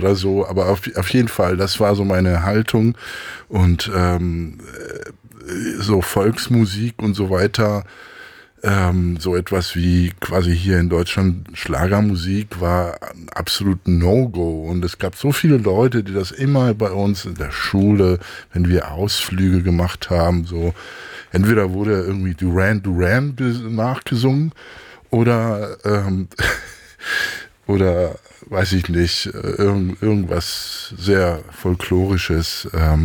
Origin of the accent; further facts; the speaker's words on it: Cyprus; first language Greek; German is a second language; moved away; ich bin ja auf Zypern geboren, entsprechend und aufgewachsen. So entsprechend bin ich quasi mit Griechisch aufgewachsen. Besser gesagt zypriotisch. Das ist nochmal so ein Dialekt.